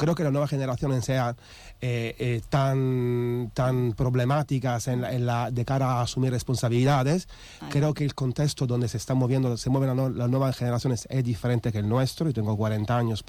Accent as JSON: {"language": "Spanish", "country": "Italy", "said": "No, soy italiano."}